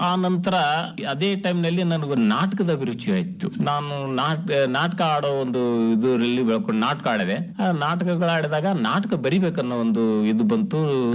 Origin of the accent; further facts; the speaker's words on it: Jigarkal, Karnataka, India; also born or lived in Shivapura; ನಾನು ಮೂಲತಃ ಯಾದಗಿರಿ ಜಿಲ್ಲೆ ಒಡಗೇರೆ ತಾಲೂಕಿನ ಶಿವಪುರ ಗ್ರಾಮದಲ್ಲಿ ಹುಟ್ಟಿದವನು. ಅಲ್ಲಿ ನನ್ನ ತಂದೆ ಊರದು. ನಾನು 4 ವರ್ಷದವನಿದ್ದಾಗ ತಾಯಿ ತವರ ಮನೆ ಎಣ್ಣಜ್ಜ ತೊಗೊಂಬಂದು ಇಟ್ಕೊಂಡು ನನ್ಗ ಇಲ್ಲೇ ಜಿಗರ್ಕಲ್ ಗ್ರಾಮದಲ್ಲೇ ಸ್ಕೂಲ್ಗೆ ಹೆಸರಚ್ಚಿ